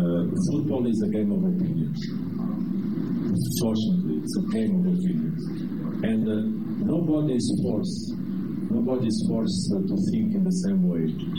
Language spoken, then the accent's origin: English; Ghana; And now still I'm Ghanaian, you know. So my heart goes with the team everywhere that the team goes.